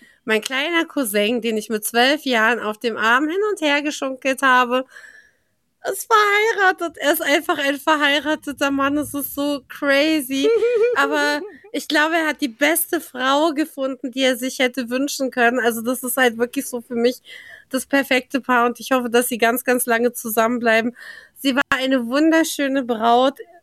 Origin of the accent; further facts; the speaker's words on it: East Germany, Germany; ich bin halt doch eine Ostdeutsche.